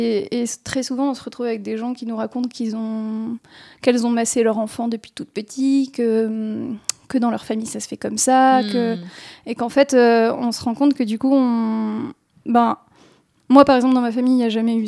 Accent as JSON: {"language": "French", "town": "Grenoble", "region": "Auvergne-Rhône-Alpes", "country": "France", "said": "alors je viens de Grenoble"}